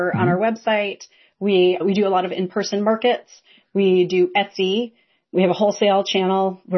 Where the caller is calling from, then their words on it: Washington, United States; I'm calling in from Washington State